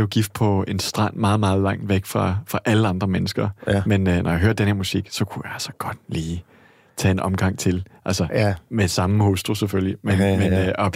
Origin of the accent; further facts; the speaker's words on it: Australia; now in Denmark; Og det første, jeg gjorde, da jeg var kommet fra Australien til Danmark, det var at tænke, der er simpelthen ikke nok bjerg og klipper og hav og bølger og sådan noget.